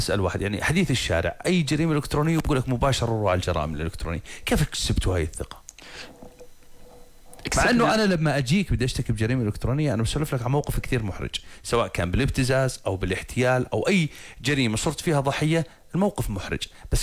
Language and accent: Arabic; Jordan; عندنا بالأردن